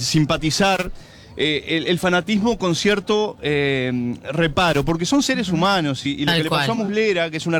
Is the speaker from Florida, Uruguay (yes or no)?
no; Santa Lucía, Canelones, Uruguay; moved away as an adult; now in Montevideo, Uruguay; Sí, nativo en Santa Lucía, departamento de Canelones, a 45 kilómetros de Montevideo, pero bueno, después por razones laborales, Montevideo.